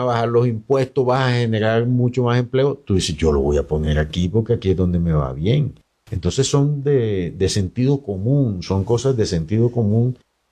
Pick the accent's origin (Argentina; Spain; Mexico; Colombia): Colombia; Santa Marta, Magdalena; A ver, yo soy samario.